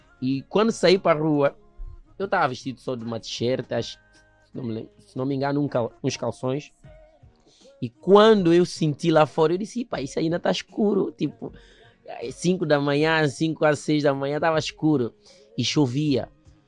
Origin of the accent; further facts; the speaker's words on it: São Tomé & Príncipe; Como foi a primeira vez que saí de São Tomé e Príncipe